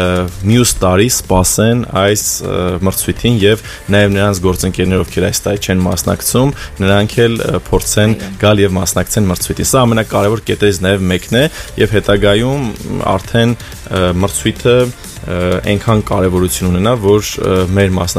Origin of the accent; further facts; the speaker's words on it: Stepanavan, Lori, Armenia; born there; now in Yerevan, Armenia; ես ծննդով Ստեփանավանից եմ։ Չնայած երկար տարիներ ապրում Երևանում, բայց դա կապ չունի